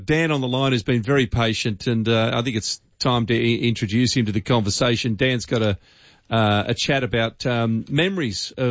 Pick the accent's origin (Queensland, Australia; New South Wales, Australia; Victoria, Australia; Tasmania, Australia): New South Wales, Australia; Moruya; my hometown of Maruya on the South Coast